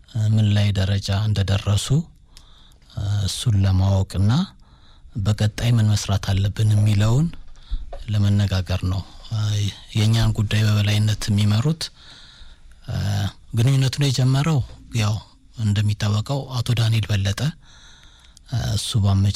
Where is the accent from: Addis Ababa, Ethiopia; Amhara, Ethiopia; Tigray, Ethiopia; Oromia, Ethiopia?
Addis Ababa, Ethiopia; Kechene; ከዛ የተሰደደ መጥቶ ቀጨኔን መስርቶ ቀጨኔ ከሚኖረው እኔ አሁን ቀጨኔ ነው ተወልጄ ያደኩት።